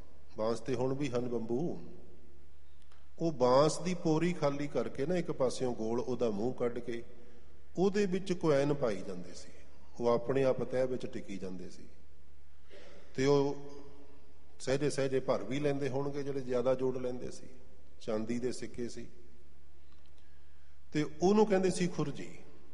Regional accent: Saheri, Punjab, India; ਮੇਰਾ ਇਲਾਕਾ ਹੈ ਮਰਿੰਡੇ ਦੇ ਕੋਲ, ਪਿੰਡ ਹੈ ਸਹੇੜੀ, ਗੰਗੂ ਬ੍ਰਾਹਮਣ ਦਾ ਪਿੰਡ।

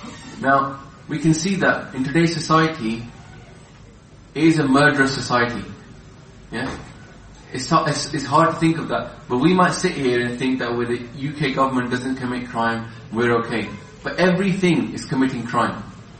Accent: India; born or raised there

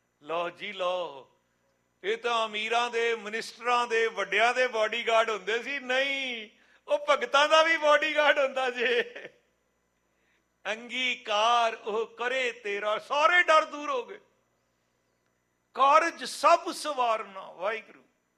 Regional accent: Delhi, India; ਮੇਰਾ ਜਨਮ ਦਿੱਲੀ ਦਾ, ਐਜੂਕੇਸ਼ਨ ਦਿੱਲੀ ਚ ਹੋਈ।

